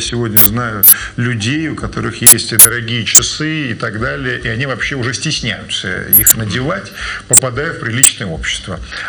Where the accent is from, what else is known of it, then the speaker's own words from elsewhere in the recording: Moscow, Russia; born there; мне 17 лет, я родился в Москве.